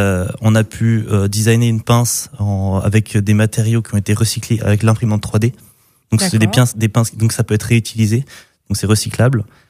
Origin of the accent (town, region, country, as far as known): France